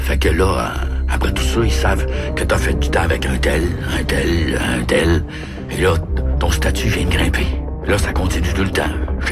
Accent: Quebec City, Quebec, Canada; Je suis pas venu au monde croche, tabarnak. J'ai été élevé à Saint-Roch, j'étais à Limoilou, il y avait rien.

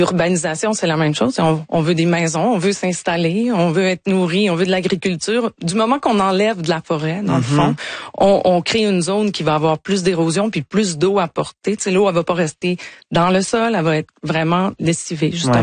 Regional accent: Quebec, Canada; Puis, en passant, j'ai grandi en Gaspésie.

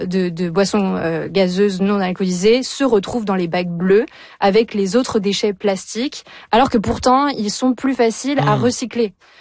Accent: Manitoba, Canada; chez nous au Manitoba

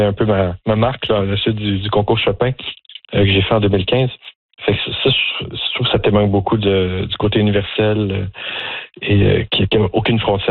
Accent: Joliette, Quebec, Canada; Moi, j'ai grandi à Joliette, au Québec, petite ville francophone à une heure de Montréal.

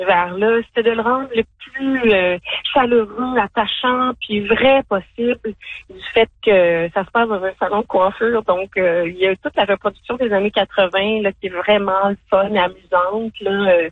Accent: Montreal, Quebec, Canada; Moi, j'aime beaucoup Montréal. Je suis vraiment de Montréalaise.

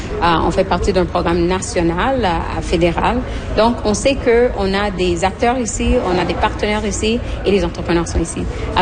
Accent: Montreal, Quebec, Canada; French is a second language; Moi, en tant que personne qui est née à Montréal, je viens d'une famille qui est anglophone. J'ai grandi dans une province où les deux langues, ça prend une balance

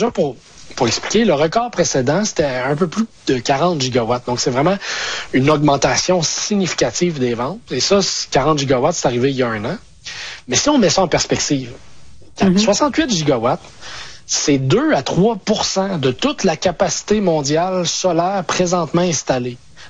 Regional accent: Quebec, Canada; Dans ma région natale, ben en fait la région où j'habite, l'Abitibi, ça a failli l'être au Québec.

